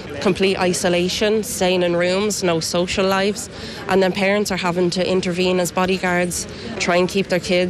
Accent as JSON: {"language": "English", "town": "Wexford", "region": "Leinster", "country": "Ireland", "said": "I'm here from Wexford"}